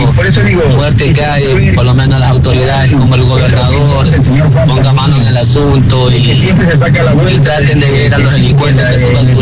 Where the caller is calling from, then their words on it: Santa Elena, Ecuador